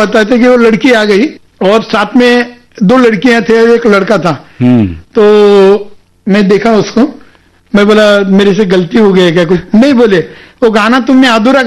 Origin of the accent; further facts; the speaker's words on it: Maharashtra, India; अभी मैं महाराष्ट्र का रहने वाला हूँ